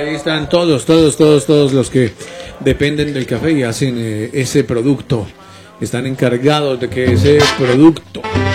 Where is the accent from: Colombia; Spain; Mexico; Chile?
Colombia; Nuestro café colombiano.